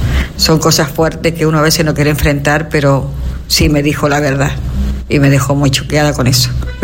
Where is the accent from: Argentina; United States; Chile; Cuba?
Chile; Artificio, Valparaíso; soy de Artificio.